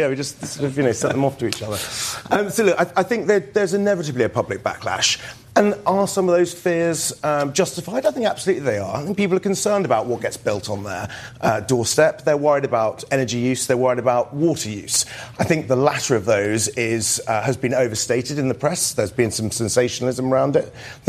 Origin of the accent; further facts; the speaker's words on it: South East England, United Kingdom; Well, yes, I'm from East Sussex as well.